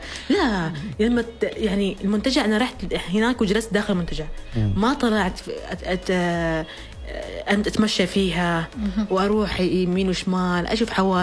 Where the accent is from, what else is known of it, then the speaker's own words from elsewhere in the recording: Oman; عندنا في عمان